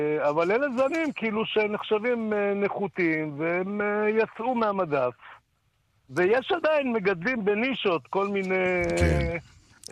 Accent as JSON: {"language": "Hebrew", "town": "Dimona", "region": "Southern District", "country": "Israel", "also_born_or_lived": "Merom Golan", "moved": "as an adult", "lives_now": "Sha'al, Golan Heights", "said": "אני במקור מדימונה."}